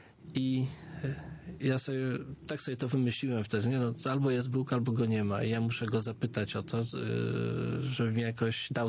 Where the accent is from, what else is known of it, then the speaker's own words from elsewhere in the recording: Warsaw, Masovian Voivodeship, Poland; Po kolei miasto, Warszawa. Warszawa, samo